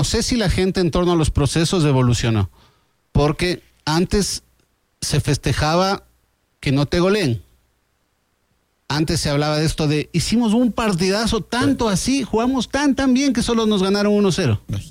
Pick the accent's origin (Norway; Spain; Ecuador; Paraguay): Ecuador; somos de Ecuador